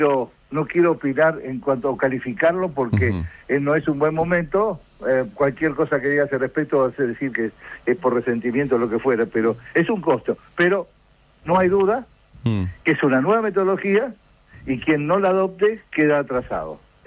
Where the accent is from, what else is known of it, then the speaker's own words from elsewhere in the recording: Rosario, Santa Fe, Argentina; yo soy de Rosario, provincia de Rosario, provincia de Santa Fe, que es una provincia multiproductiva